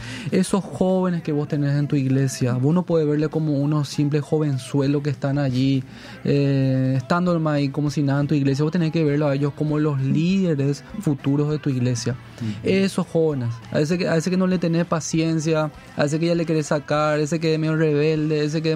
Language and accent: Spanish; Paraguay; como latinos, como paraguayos